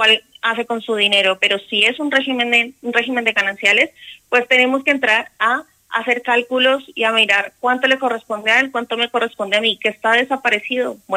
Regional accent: Spain; yo ya tengo que haber registrado, yo como española tengo que haber registrado ese matrimonio acá.

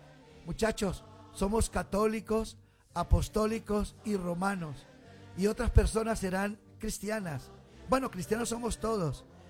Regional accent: Colombia

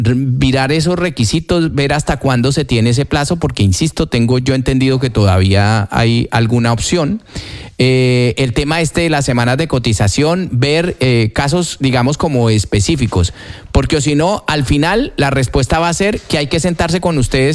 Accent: Colombia; moved away; estar cotizando como colombiano en el exterior. Otra cosa es uno haber dejado eso allá tirado, como me pasó a mí cuando yo me fui

